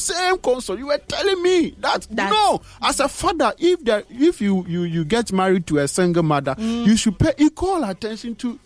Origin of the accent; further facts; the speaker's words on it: Ghana; I'm a Ghanaian. I was born Ghanaian.